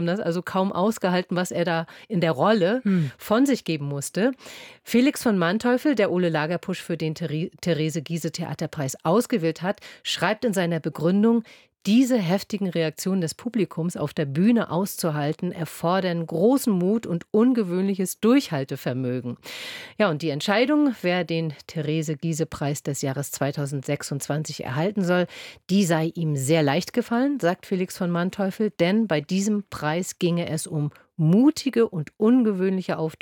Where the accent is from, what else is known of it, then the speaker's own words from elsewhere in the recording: Baltic coast, Germany; now in Berlin, Germany; Ich bin von der Ostsee.